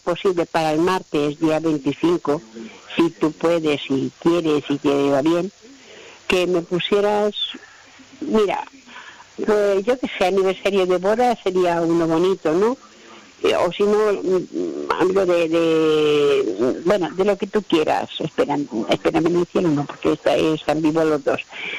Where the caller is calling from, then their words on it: Palma, Balearic Islands, Spain; de Palma.